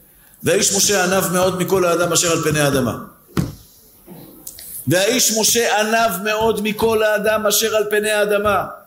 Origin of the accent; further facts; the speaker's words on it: Tel Aviv, Tel Aviv District, Israel; נולדנו פשוטים, נולדתי בשכונת התקווה